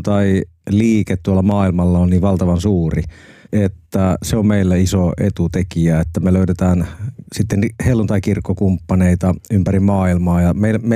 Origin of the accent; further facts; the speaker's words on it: Alajärvi, South Ostrobothnia, Finland; Alajärvi Pohjanmaalla.